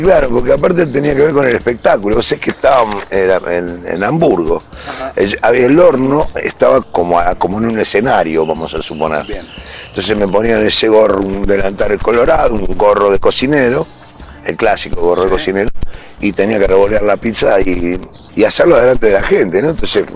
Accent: Buenos Aires, Argentina; Yo soy de Buenos Aires, ¿no? Como todo el mundo lo sabe.

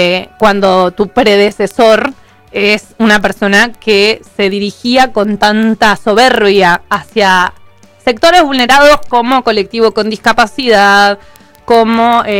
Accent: Argentina; nos unimos como vecinos y como argentinos

